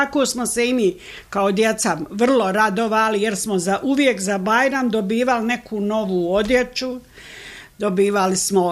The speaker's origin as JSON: {"language": "Bosnian", "town": "Vogošća", "region": "Federation of Bosnia and Herzegovina", "country": "Bosnia & Herzegovina", "tie": "born or raised there", "said": "ja sam inače i rodom iz Vogošće, a u Vogošći ovdje sam se i udata."}